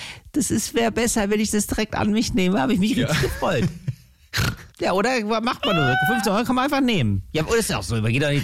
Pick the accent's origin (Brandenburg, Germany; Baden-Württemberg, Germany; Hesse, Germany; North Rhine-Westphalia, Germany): North Rhine-Westphalia, Germany; Duisburg; born there; also ich bin ja in Duisburg geboren. mein Papa war immer Duisburg-Fan, MSV Duisburg-Fan.